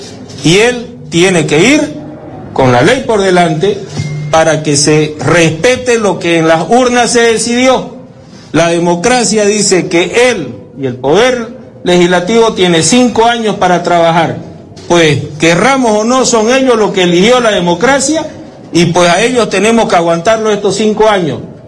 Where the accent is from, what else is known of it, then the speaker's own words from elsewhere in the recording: Santa Cruz, Bolivia; como ciudadano boliviano y cruceño